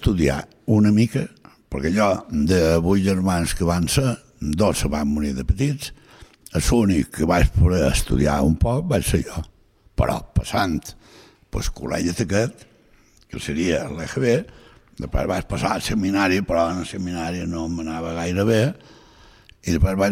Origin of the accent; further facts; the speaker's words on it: Lalín, Galicia, Spain; born there; Vas néixer a Lalín, província de Pontevedra, i a la parròquia de Don Ramiro, però sol t'havia dit que havia nascut allà.